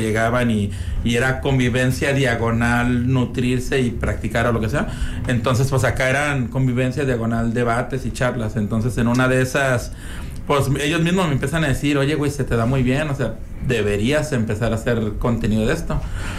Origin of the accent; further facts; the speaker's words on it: Mexico; todos somos mexicanos